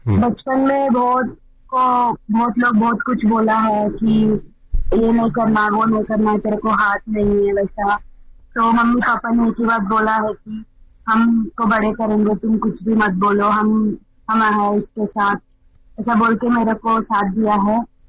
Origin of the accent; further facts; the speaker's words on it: Andhra Pradesh, India; मैं आंध्र प्रदेश से हूँ